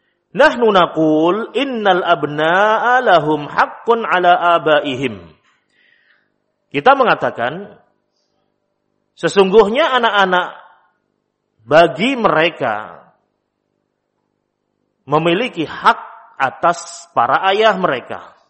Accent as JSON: {"language": "Indonesian", "region": "Java", "country": "Indonesia", "said": "Kalau dalam istilah kita orang Jawa"}